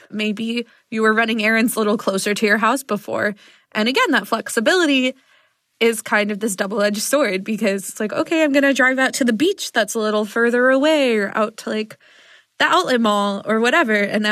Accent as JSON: {"language": "English", "region": "New York", "country": "United States", "said": "which as a New Yorker, great."}